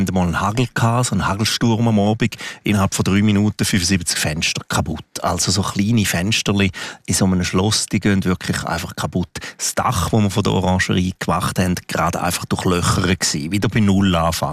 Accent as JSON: {"language": "German", "region": "Graubünden", "country": "Switzerland", "tie": "born or raised there", "said": "Engadin ist meine Heimat."}